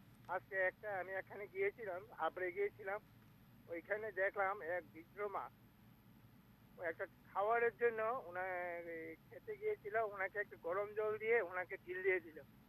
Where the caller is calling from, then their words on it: India; আমার বাড়ি হচ্ছে বরদলি মধ্যপাড়ায়, এখন আমি কলকাতাতে আছি।